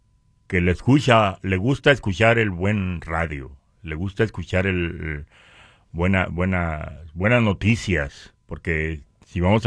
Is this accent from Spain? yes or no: no; Puerto Peñasco, Sonora, Mexico; yo me crié en Puerto Peñasco, pero me crié, pues mi mamá era cristiana